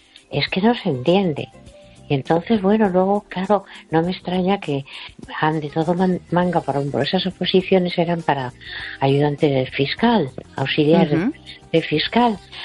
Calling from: Puentedeume, Galicia, Spain; De Puente de Hume

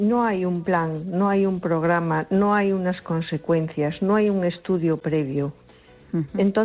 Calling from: A Coruña, Galicia, Spain; de Coruña.

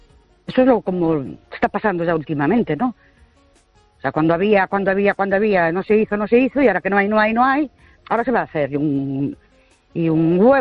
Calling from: Ourense, Galicia, Spain; soy … de Ourense.

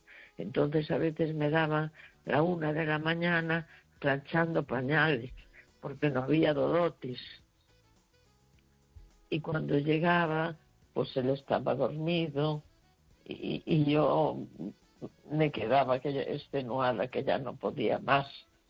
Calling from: A Coruña, Galicia, Spain; de La Coruña.

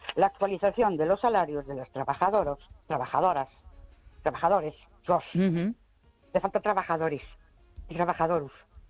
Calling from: Ourense, Galicia, Spain; de Ourense.

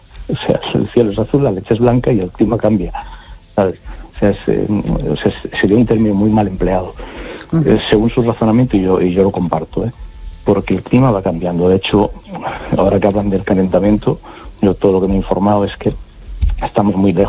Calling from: A Coruña, Galicia, Spain; de Coruña.

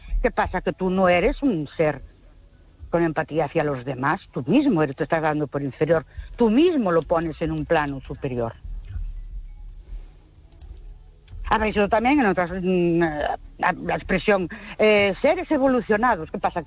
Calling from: Ourense, Galicia, Spain; de Ourense

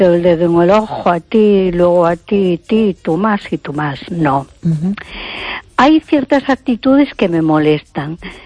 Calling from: A Coruña, Galicia, Spain; de Coruña.

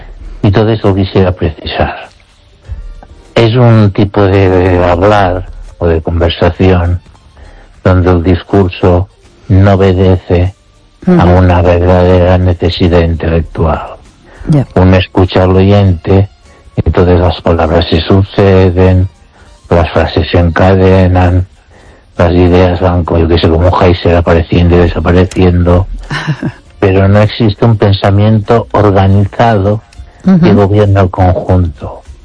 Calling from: Valencia, Valencian Community, Spain; de Valencia.

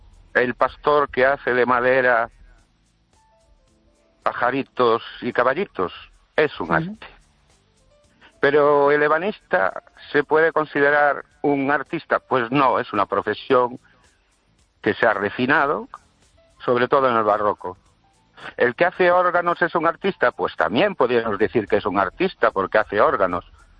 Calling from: Ourense, Galicia, Spain; de Orense.

